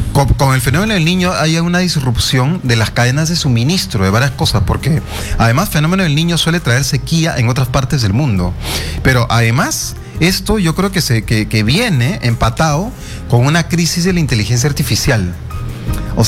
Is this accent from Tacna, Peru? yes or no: no; Talara, Piura, Peru; born there; yo también estaba pequeñito ahí en Talara